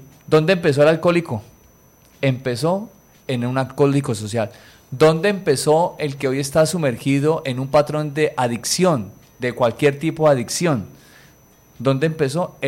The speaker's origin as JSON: {"language": "Spanish", "region": "Norte de Santander", "country": "Colombia", "said": "Yo siempre me he confrontado aquí en esta ciudad de Cúcuta, soy norte santandereano, vale decirlo con toda alegría y gozo"}